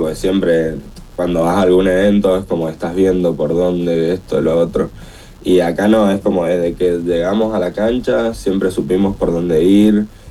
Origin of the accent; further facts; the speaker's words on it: General Alvear, Argentina; yo soy de General Alvear en realidad.